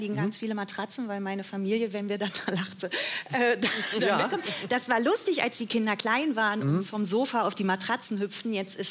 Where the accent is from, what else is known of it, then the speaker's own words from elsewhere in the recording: Witten, North Rhine-Westphalia, Germany; now in Berlin, Germany; vielleicht kommt der Stadtteil meinem Ruhrgebiet am nächsten.